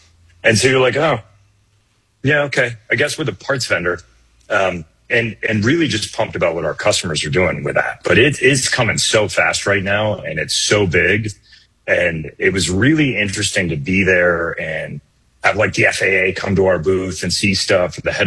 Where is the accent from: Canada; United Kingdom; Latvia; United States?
United States; Michigan; because I grew up in Michigan